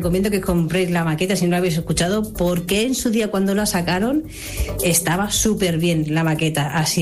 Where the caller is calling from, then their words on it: Cornellà de Llobregat, Catalonia, Spain; como persona que soy de Cornellá